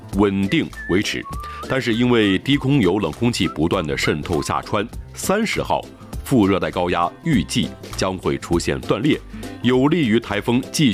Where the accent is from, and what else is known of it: Shanghai, China